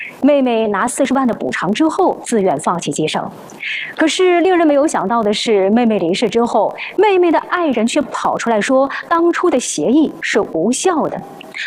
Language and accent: Chinese; China; 我们中国人